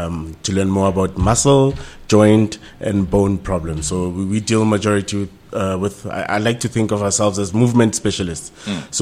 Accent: Gauteng, South Africa; I'm an orthopedic surgeon. Born and bred in the Vaal. Did my MBCHB at Stellenbosch University. After that, came back and worked in the Vaal, did my internship

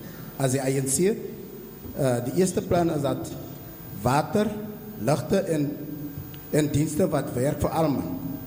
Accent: Hessequa, Western Cape, South Africa; woonachtig in Konigetula. Ek is een inwoner van Hessequa. Ek gaan maar Afrikaans praat.

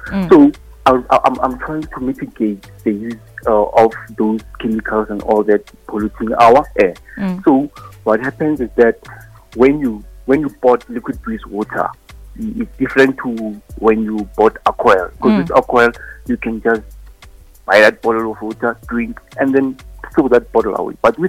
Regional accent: Hammanskraal, Gauteng, South Africa; and I'm from Hammanskraal.

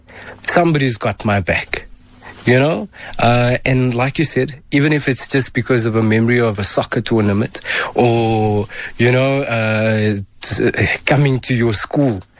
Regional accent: Benoni, Gauteng, South Africa; Football, man. I'm from Benoni.

